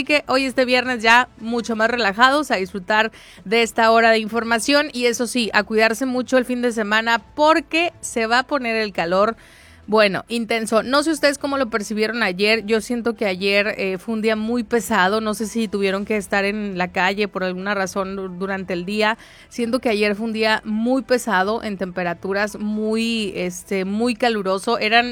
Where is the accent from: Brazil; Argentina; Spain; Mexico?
Mexico; Mexicali, Baja California; los mexicalenses resistimos 48.1 grado centígrado.